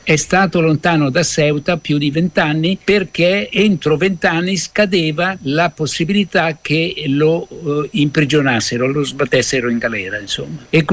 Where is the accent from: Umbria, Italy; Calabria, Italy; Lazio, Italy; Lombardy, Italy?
Lombardy, Italy; Milan; Da Milano. Ho girato il mondo, sono stato giornalista e fotografo, però sono sempre stato di base a Milano.